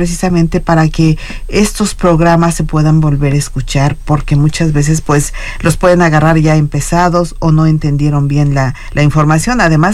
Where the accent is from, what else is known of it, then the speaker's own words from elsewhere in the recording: Querétaro, Mexico; Soy queretana 100%, entonces amo esta tierra.